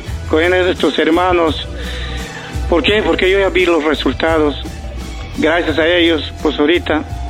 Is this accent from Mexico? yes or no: yes; Hidalgo, Mexico; moved away; la gente de mi pueblo, de Suma, de Hidalgo